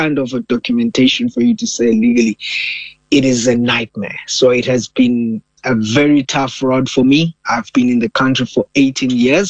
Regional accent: Malawi; now in South Africa; Home is Malawi, and I would never refuse Malawi being my home. As I speak to you right now, Malawi is a very peaceful country. It is a country that is very small.

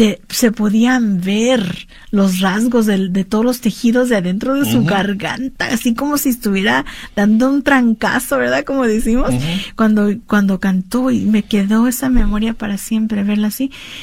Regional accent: California, United States; born there; esa identidad que tenemos nosotras como chicanas aquí en California, pero para mí es una hermana teja, los tejanos son mis hermanos, porque somos nacidos aquí

